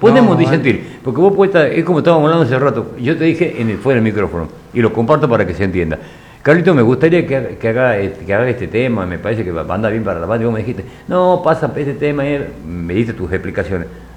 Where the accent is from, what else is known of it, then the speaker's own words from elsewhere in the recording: Salta, Argentina; born there; now in Embarcación, Argentina; yo no soy nacido en embarcación, yo nací en Salta y las cuestiones de las vidas nos trajeron aquí y me siento más embarcacionense que salteño.